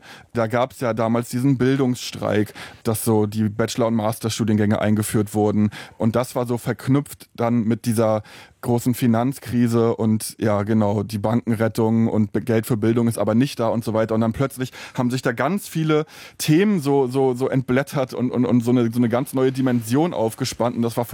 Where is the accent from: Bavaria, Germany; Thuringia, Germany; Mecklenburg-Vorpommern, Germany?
Mecklenburg-Vorpommern, Germany; Stralsund; alleine die Leute in den Altstadt in Stralsund, in der Stadt, wo ich aufgewachsen bin, die haben andere Sachen erlebt.